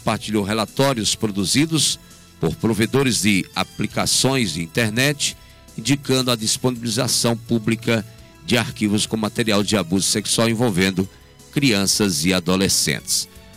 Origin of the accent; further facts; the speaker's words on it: Brazil; nós somos brasileiros